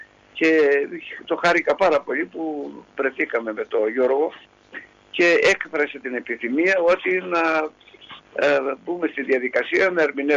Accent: Anogeia, Crete, Greece; Και ξέρετε και ένα περιβάλλον που μεγάλωσα εδώ στα Νόγια, ήταν ιδιαίτερο.

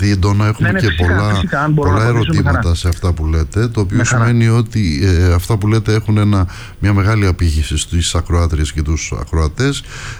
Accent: Ionian Islands, Greece; Το λένε μετά γουρνόλαγο, όπως το λέμε στην πατρίδα μου, την Κεφαλονιά.

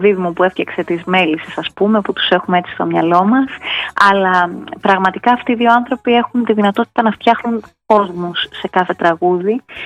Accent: Crete, Greece; είμαι και από την Κρήτη, οπότε αυτό επίσης το κουβαλάω μουσικά μέσα μου

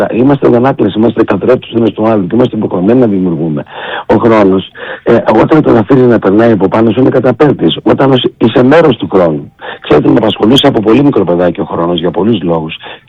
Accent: Greece; Είμαι ένας άνθρωπος που αισθάνομαι και Μακεδόνας, γιατί είμαι Έλληνας

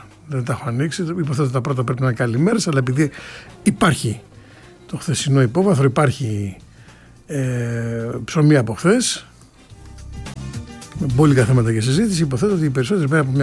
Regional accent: Central Greece, Greece; Το χωριό μου από το Μαντούδι είναι 5 χιλιόμετρα.

